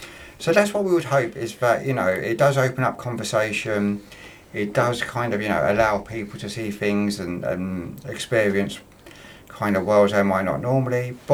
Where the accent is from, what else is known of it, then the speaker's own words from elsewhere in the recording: London, United Kingdom; because we're not from Luton. Imran and I are both from London.